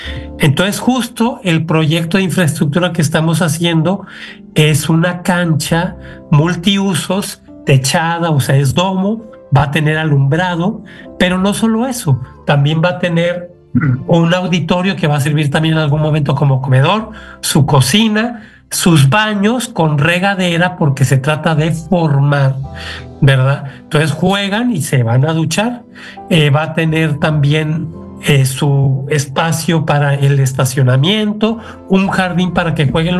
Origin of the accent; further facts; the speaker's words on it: Mexico; moved away as an adult; also born or lived in Ecuador; now in Cancún, Mexico; Por cuestiones de la vida, pues vine a México, yo soy mexicano, y entonces, pues un problema de salud, entonces ya me quedé acá.